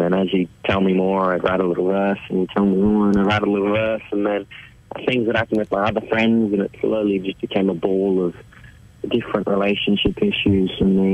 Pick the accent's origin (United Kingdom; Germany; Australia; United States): Australia; Sydney, New South Wales; I'm from Sydney, so.